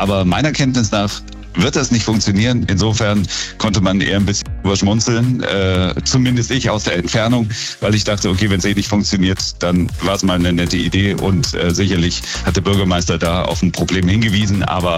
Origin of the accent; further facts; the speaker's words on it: Thuringia, Germany; moved away as an adult; also born or lived in Frankfurt; ich habe in Gerstungen mein Abitur gemacht und ich gehöre zur Gemeinde Gerstungen insofern, als dass ich da aufgewachsen bin